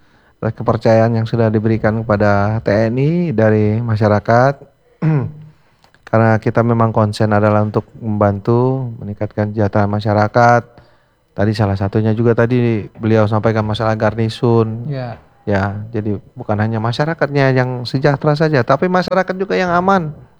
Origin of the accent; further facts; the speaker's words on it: Minahasa, North Sulawesi, Indonesia; kebetulan saya orang Putra Minahasa juga